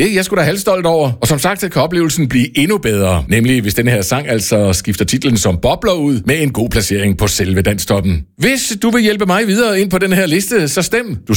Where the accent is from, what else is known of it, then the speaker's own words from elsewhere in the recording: Allingåbro, Central Denmark Region, Denmark; min hjemby, Allingåbros